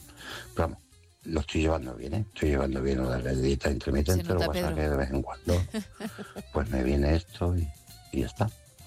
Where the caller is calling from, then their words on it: Badajoz, Extremadura, Spain; de Badajoz.